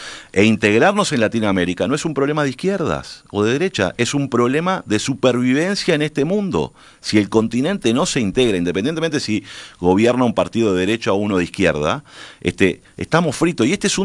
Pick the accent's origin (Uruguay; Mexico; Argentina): Uruguay; somos un país de 3 millones de habitantes